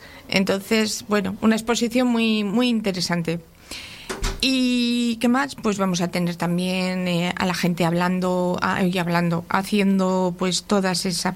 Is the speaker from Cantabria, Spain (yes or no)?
yes; Laredo, Cantabria, Spain